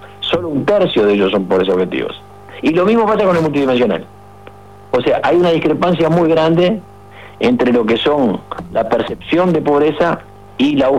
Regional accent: Uruguay; Los uruguayos nos consideramos más pobres de lo que objetivamente nos calificamos como pobres

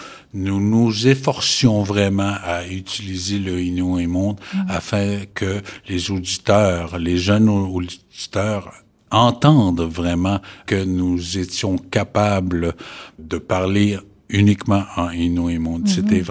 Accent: Uashat mak Mani-utenam, Quebec, Canada; moved away as an adult; now in Matimekosh, Canada; Je suis originaire de Washat Makmaliotenam. Oui, je viens d'ici et j'ai déménagé à Matimekosh récemment, oui.

